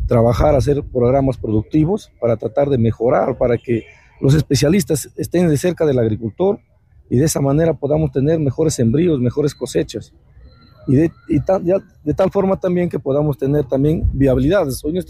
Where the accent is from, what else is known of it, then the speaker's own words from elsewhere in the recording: Cajamarca, Peru; los cajamarquinos somos